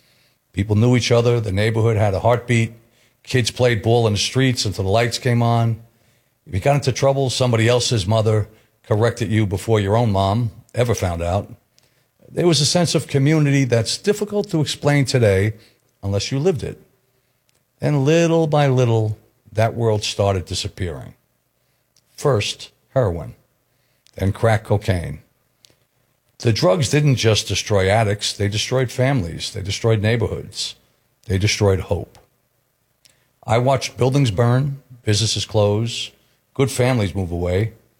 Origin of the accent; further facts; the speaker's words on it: New York City, New York, United States; an Irish kid growing up in the Bronx. I was born at St. Vincent's Hospital and raised by my parents